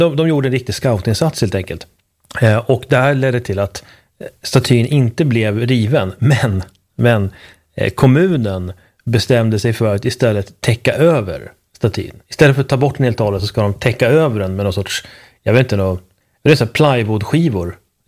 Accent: Uppsala, Uppsala County, Sweden; när man är född och uppvuxen i Uppsala

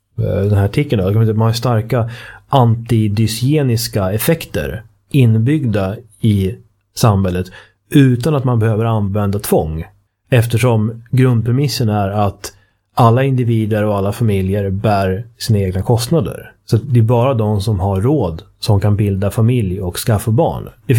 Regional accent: Sweden; Inte minst som svensk

